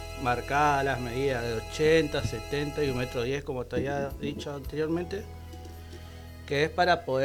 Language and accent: Spanish; Argentina; como argentino se sufre.